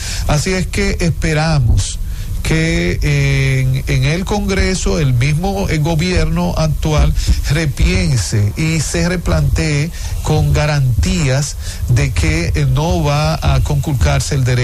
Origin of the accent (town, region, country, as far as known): Dominican Republic